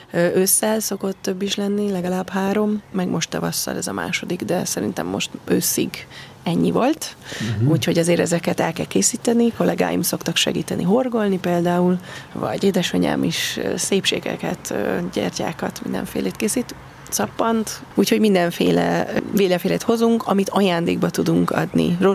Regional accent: Budapest, Hungary; moved away as an adult; Mályra Zsemetén nőttem föl

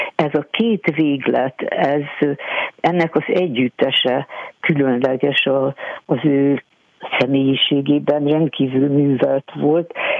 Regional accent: Pécs, Baranya, Hungary; Én azt hiszem, hogy pécsi vagyok

